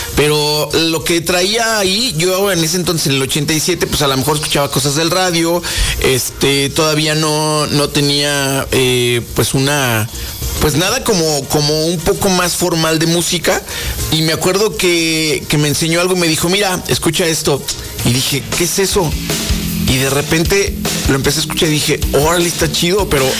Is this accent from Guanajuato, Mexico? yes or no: yes; Guanajuato, Mexico; Porque yo soy de Guanajuato.